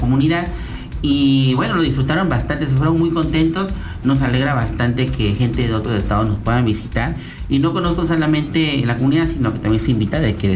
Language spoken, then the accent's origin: Spanish; Tamulté de las Sabanas, Tabasco, Mexico